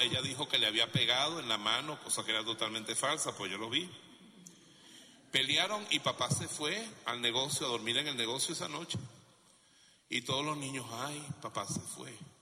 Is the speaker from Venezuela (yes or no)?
yes; Venezuela; yo seré hijo de alemanes, pero yo soy un macho vejumero venezolano, latinoamericano